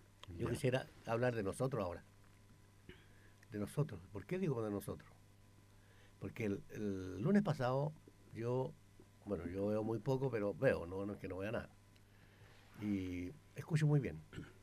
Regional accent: Chile; somos los jugadores de América, pucha, con tantas riquezas naturales, Chile, mucha cobre, litio, salmoneras las más grandes del mundo, y que estemos pasando por esto, oiga.

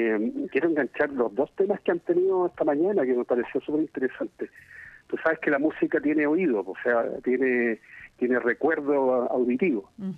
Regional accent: Chile; mi etapa de infancia aquí en el barrio, yo soy nacido aquí en Industria, en ese tiempo era de tierra Industria. No estaba pavimentada y bonita como está ahora.

